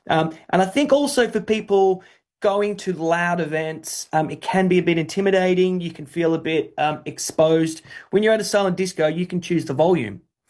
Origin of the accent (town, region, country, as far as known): Australia; now in London, United Kingdom